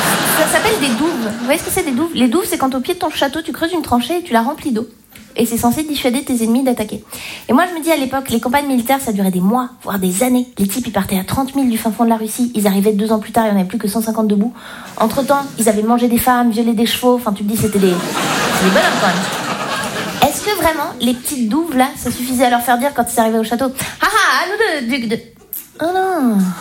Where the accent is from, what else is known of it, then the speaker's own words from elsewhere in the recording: Romandy, Switzerland; Donc moi, je viens de Suisse romande, chez moi, on parle français, mais en même temps, on n'a pas la même psychologie que les Français.